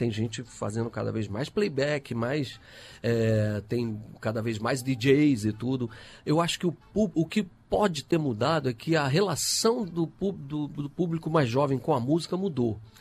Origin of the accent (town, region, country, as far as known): Brasília, Federal District, Brazil; born or raised there; now in Rio de Janeiro, Brazil